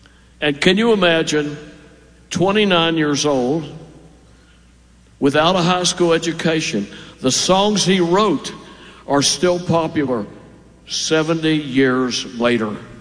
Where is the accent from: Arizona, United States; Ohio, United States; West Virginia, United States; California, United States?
West Virginia, United States; Oak Hill; moved away; West Virginia, which is my home state, and they stopped in a town called Oak Hill. That's where I was born.